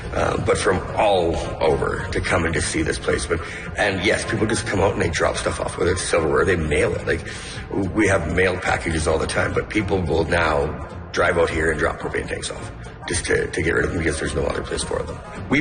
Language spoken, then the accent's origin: English; Canada; I'm a Canadian artist here based in Alberta, just south of Edmonton.